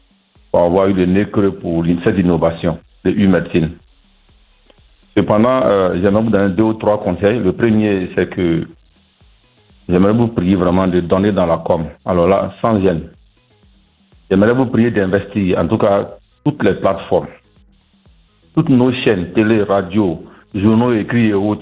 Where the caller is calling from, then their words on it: Côte d’Ivoire; Nous, on vient du Nord.